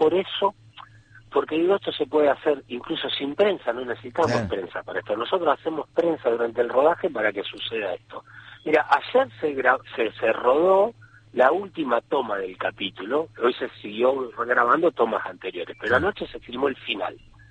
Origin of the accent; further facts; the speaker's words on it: Arroyo Seco, Santa Fe, Argentina; en mi pueblo, en Unión de Arroyo Seco.